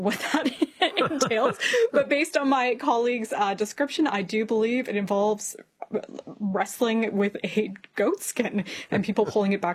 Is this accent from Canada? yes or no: yes; Canada; I'm Canadian.